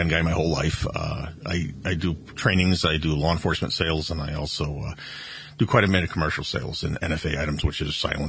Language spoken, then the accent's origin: English; New Hampshire, United States; I'm the only individual that's actually born and raised in New Hampshire and running for state office.